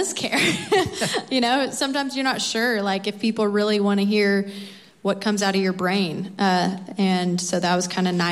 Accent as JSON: {"language": "English", "region": "Kentucky", "country": "United States", "tie": "born there", "said": "Nothing besides my pappy saying since I was born in Kentucky, I had to."}